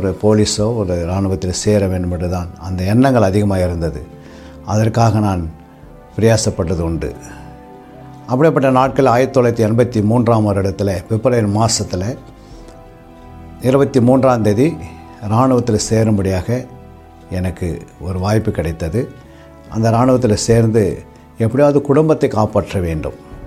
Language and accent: Tamil; Silverpattu, India; என்னுடைய சொந்த ஊரில், அதாவது சில்வர்பட்டு கிராமத்தில் நான் வாழ்ந்து கொண்ட நேரத்தில்